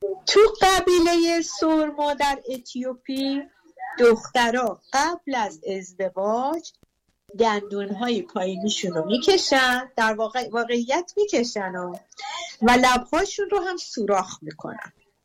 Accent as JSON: {"language": "Persian", "town": "Mashhad", "region": "Razavi Khorasan", "country": "Iran", "said": "بله، من مشهدیم."}